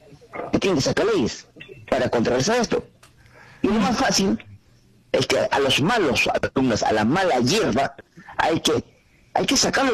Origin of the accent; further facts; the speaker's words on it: Lima, Peru; also born or lived in Abancay; Yo cuando yo vine a la sierra era cholito, pues no, de dos años, tres años, vine de Abancay para Lima.